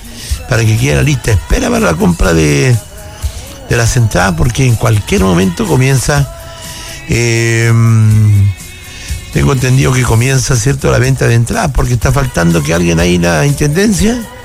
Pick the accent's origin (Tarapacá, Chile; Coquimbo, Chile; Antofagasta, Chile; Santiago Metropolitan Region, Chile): Antofagasta, Chile; Así somos los antofagastinos